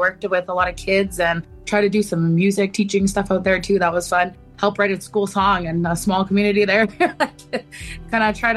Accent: Ottawa, Ontario, Canada; I was actually born and raised here in Ottawa because my parents met in college here. And so my mom is a Tahltan First Nation from Dease Lake, BC. So along the Stikine River.

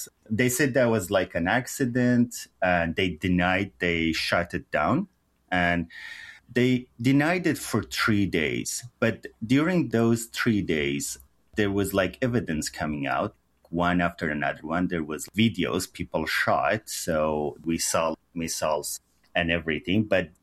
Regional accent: Sanandaj, Kurdistan, Iran; moved away; My brother called me from San Andej, my hometown, Sna

